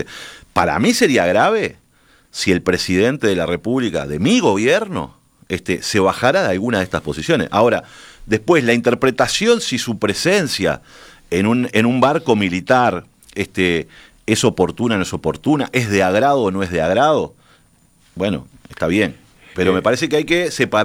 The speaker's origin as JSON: {"language": "Spanish", "country": "Uruguay", "said": "somos un país de 3 millones de habitantes"}